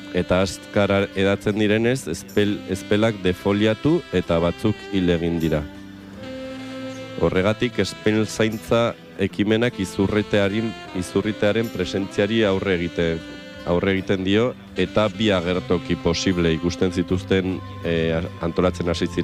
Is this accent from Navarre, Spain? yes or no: yes; Aibar, Navarre, Spain; Gure herrian Oibarren